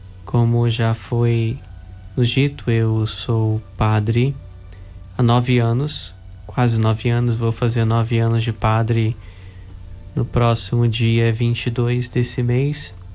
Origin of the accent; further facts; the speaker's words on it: Macaé, Rio de Janeiro, Brazil; moved away as an adult; also born or lived in Paraná / São Paulo; now in Rio de Janeiro, Brazil; Sou natural da cidade de Macaé, aqui mesmo no Rio de Janeiro. Mas em todo esse período de formação eu passei por vários momentos, por vários lugares. Eu morei no interior do Paraná